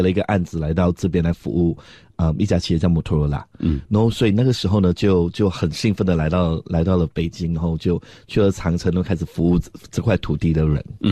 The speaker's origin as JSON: {"language": "Chinese", "country": "Malaysia", "moved": "yes", "said": "那我们是马来西亚人，马来西亚人刚好也会英文，也会中文，有像我们基本上都会大概6种语言"}